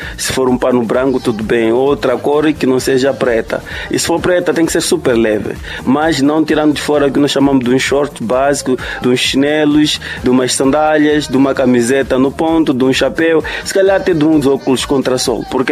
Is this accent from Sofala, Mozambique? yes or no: yes; Gorongosa, Sofala, Mozambique; born there; now in Manica Province, Mozambique; eu fui um dos alunos na escola de Gorongosa, Centro Educacional de Gorongosa. Lá vivíamos com freis